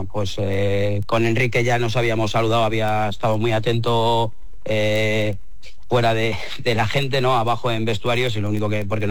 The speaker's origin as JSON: {"language": "Spanish", "town": "Valladolid", "region": "Castile and León", "country": "Spain", "said": "olvidándome un poco que soy de Valladolid, del Valladolid, de las dos cosas, del Pucela"}